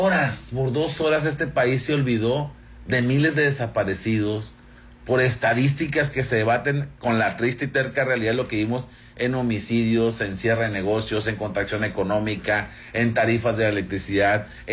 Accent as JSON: {"language": "Spanish", "country": "Mexico", "said": "Como somos mexicanos, la fe, etcétera, y Chivas, por cierto."}